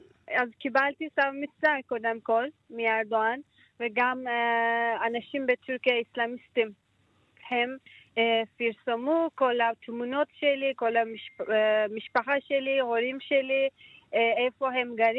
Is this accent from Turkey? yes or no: yes; Turkey; Hebrew is a second language; moved away as an adult; now in Jerusalem, Israel; אני לא יכולה לחזור למדינה שלי.